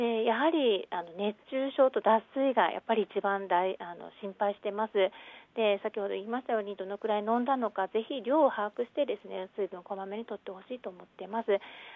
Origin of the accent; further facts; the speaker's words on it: Kumamoto, Japan; moved away; 私が熊本の出身でして